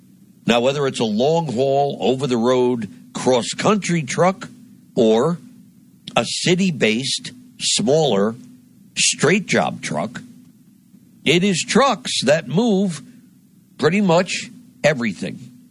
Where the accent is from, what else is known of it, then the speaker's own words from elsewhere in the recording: New Jersey, United States; my home state of New Jersey.